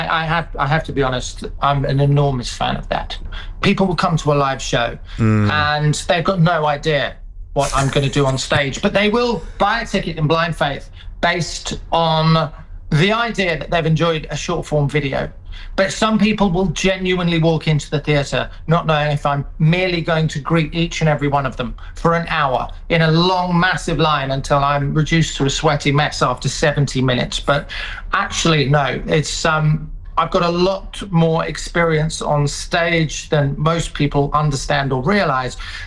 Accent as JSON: {"language": "English", "country": "United Kingdom", "said": "as British people"}